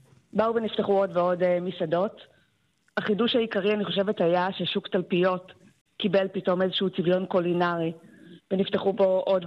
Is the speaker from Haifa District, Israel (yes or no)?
yes; Haifa, Haifa District, Israel; born or raised there